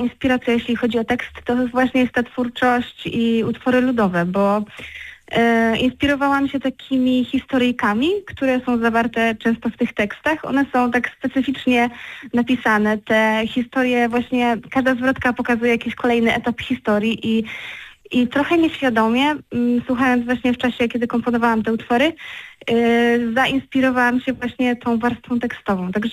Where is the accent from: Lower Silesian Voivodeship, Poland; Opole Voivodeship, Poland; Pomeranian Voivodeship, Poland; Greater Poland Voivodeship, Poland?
Pomeranian Voivodeship, Poland; Brusy; w moich rodzinnych stronach, w Brusach